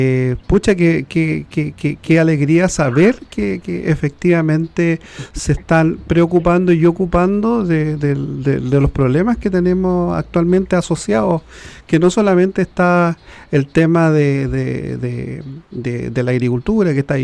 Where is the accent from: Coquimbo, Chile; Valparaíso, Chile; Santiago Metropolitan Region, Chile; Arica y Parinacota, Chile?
Santiago Metropolitan Region, Chile; Santiago; moved away; yo lo digo como santiaguino de tomo y lomo